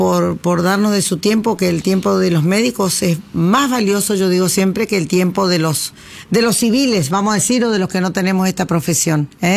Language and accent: Spanish; Presidencia Roque Sáenz Peña, Chaco, Argentina; born there; Cuando era chica en Saspeña